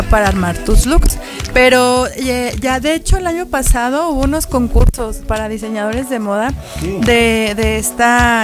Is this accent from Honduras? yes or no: no; Mexico; nosotros en realidad somos mexicanos y cada cosa que podemos mostrar es porque es nuestro origen.